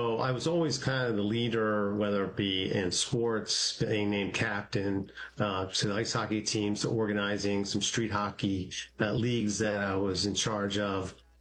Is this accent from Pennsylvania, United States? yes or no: yes; Pennsylvania, United States; So from outside Philadelphia, the main line, grew up, I have two older brothers and an older sister. I'm the youngest.